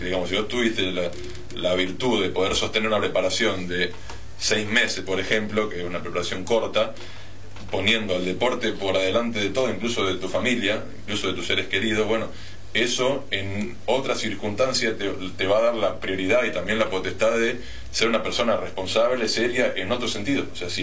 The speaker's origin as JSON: {"language": "Spanish", "country": "Argentina"}